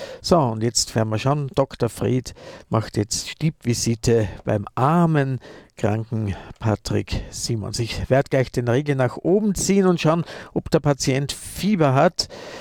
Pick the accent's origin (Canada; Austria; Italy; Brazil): Austria; ich als Österreicher